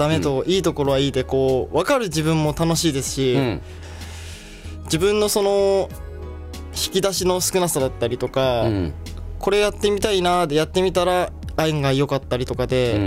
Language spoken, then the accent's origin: Japanese; Okayama, Japan; 年齢は26歳、岡山出身です。